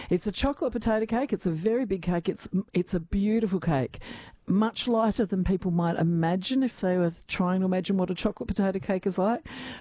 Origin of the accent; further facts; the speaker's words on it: South Australia, Australia; I'm from the Adelaide Hills, and we've just had our Adelaide show with the centenary of the cookery section.